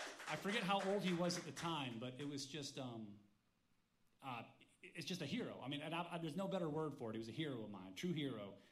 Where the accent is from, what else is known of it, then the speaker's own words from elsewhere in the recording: Westminster, Maryland, United States; growing up in Westminster, Maryland